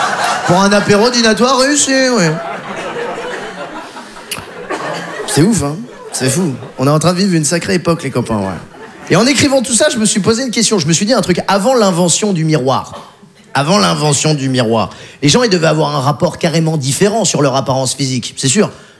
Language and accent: French; Poitiers, Nouvelle-Aquitaine, France; 29 ans. Moi, je viens de Poitiers.